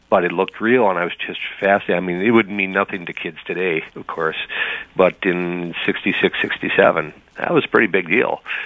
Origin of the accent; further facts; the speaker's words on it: Minnesota, United States; growing up in Minnesota